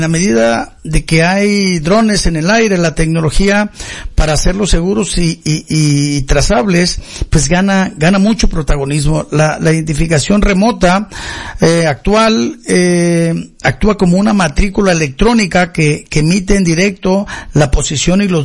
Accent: Mexico; Y nosotros como mexicanos, ¿cuál es nuestra expectativa en este segmento, en este sector?

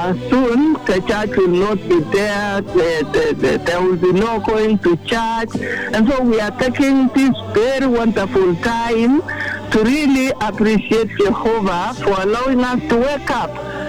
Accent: Eldama Ravine, Baringo County, Kenya; from Eldama Ravine.

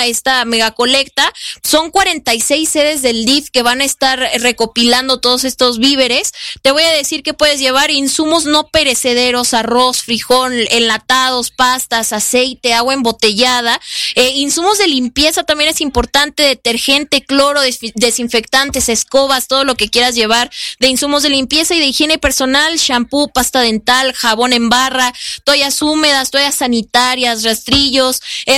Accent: Mexico; como mexicanos sabemos lo que es atravesar algo como esto

